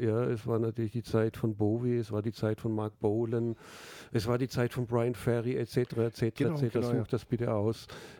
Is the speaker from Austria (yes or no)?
yes; Salzburg, Austria; born or raised there; also born or lived in Germany